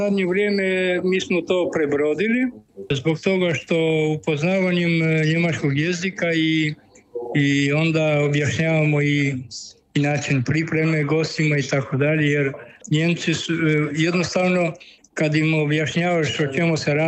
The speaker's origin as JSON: {"language": "Croatian", "country": "Croatia", "moved": "yes", "lives_now": "Germany", "said": "kod nas na Jadranu, u Hrvatskoj na more"}